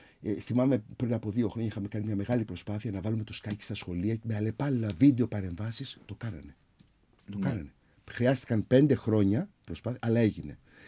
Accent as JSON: {"language": "Greek", "town": "Heraklion", "region": "Crete", "country": "Greece", "said": "σαν πόλη, σαν Ηρακλειώτες"}